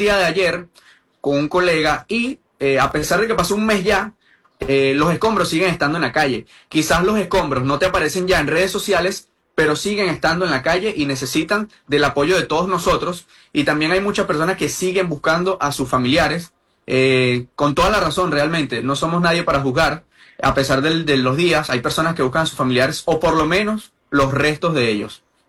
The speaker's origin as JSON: {"language": "Spanish", "town": "Aguaira", "country": "Venezuela", "tie": "born or raised there", "said": "yo soy nacido y criado en Aguaira. A día de hoy, post terremoto, sigo viviendo en Aguaira."}